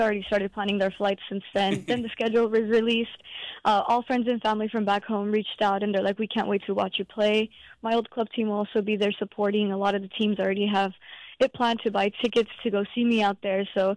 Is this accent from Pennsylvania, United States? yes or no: no; Texas, United States; of course, I'm from Texas, so growing up in the recruiting process, of course, I reached out to Baylor